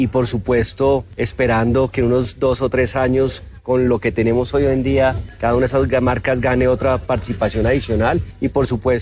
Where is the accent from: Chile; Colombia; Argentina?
Colombia; me siento orgulloso como colombiano de contarlo.